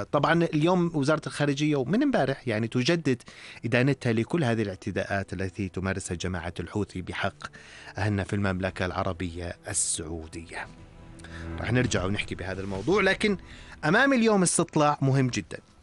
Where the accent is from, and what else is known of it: Jordan